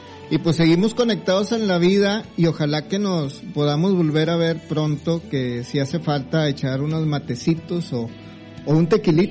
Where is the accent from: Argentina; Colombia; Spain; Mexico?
Mexico; como mexicanos y guadalupanos, y yo me considero pues super guadalupano